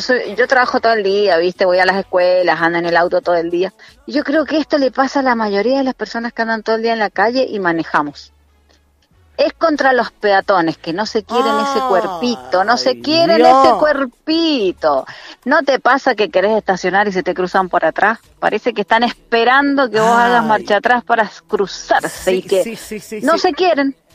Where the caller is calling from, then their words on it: Las Heras, Mendoza, Argentina; De Las Heras.